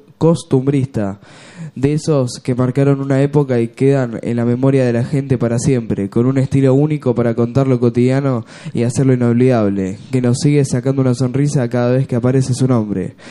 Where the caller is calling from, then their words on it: Junín, Buenos Aires Province, Argentina; Yo soy de Junín, provincia de Buenos Aires